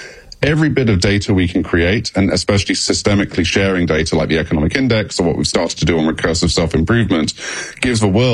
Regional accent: England, United Kingdom; Yes, as an Englishman, it fills me with such joy to be asked about sex on podcasts.

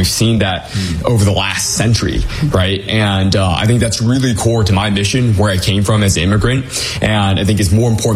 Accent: Detroit, Michigan, United States; So born and raised in Detroit, my parents were immigrants. We didn't have a lot of money growing up.

